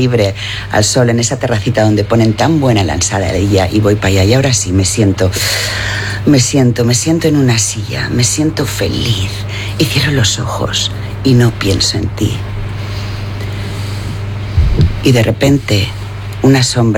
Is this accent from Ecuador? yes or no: no; Menorca, Balearic Islands, Spain; en mi pueblo, en Menorca, porque en realidad soy de Menorca, estropear se dice españar.